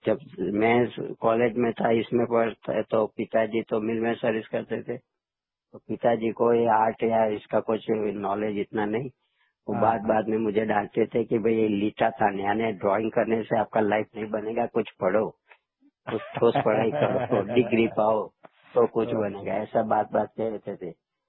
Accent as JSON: {"language": "Hindi", "town": "Ahmedabad", "region": "Gujarat", "country": "India", "tie": "born there", "said": "तो मेरा तो जन्म अहमदाबाद में हुआ था"}